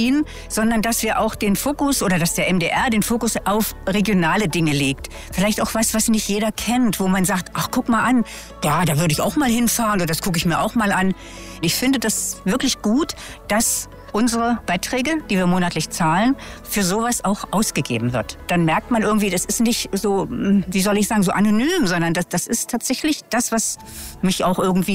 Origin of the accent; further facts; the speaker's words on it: Breitenbach, Germany; ich komme aus Breitenbach.